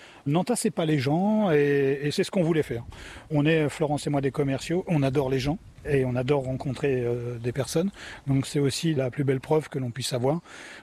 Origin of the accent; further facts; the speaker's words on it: Brittany, France; moved away as an adult; now in Guadeloupe; Je suis breton.